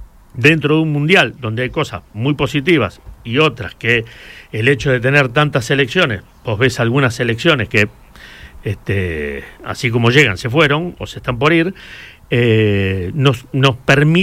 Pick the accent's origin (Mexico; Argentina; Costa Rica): Argentina; como argentino, y ya con unos años